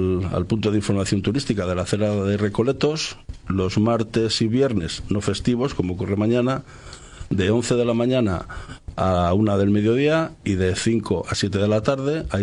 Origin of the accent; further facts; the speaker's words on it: Valladolid, Castile and León, Spain; los vallisoletanos lo conocemos